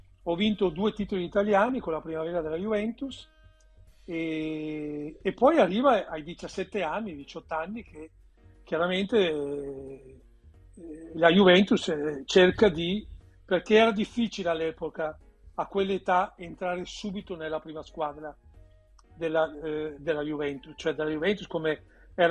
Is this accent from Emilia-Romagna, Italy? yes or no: no; Veneto, Italy; io da Veneto, all'epoca era appena, cioè sempre, io sono cresciuto a pane e terroni, diciamolo, da ragazzini nel nostro Veneto, nel nostro quartiere, nel nostro rione, c'era questa cosa.